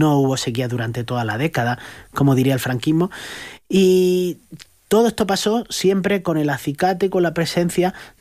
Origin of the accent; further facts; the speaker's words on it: Andalusia, Spain; Andalucía, precisamente mi tierra.